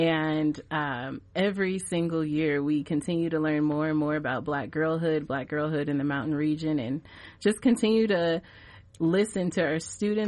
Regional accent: Denver, Colorado, United States; what we grew up with here in Denver. And just in the 90s when we were growing up

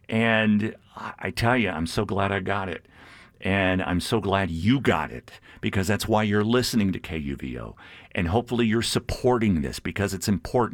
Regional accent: Louisiana, United States; now in Denver, United States; we're both from Louisiana.

